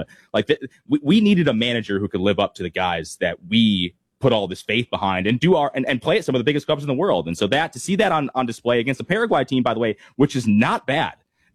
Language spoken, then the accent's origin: English; Connecticut, United States; And honestly, like I grew up in Connecticut, so I didn't really subscribe to the New York Boston thing.